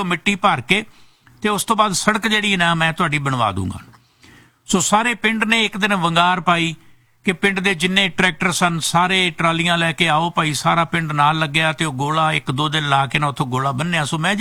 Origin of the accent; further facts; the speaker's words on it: Amritsar, Punjab, India; ਇੱਕ ਮੈਂ ਅੰਮ੍ਰਿਤਸਰ ਦਾ ਰਹਿਣ ਵਾਲਾ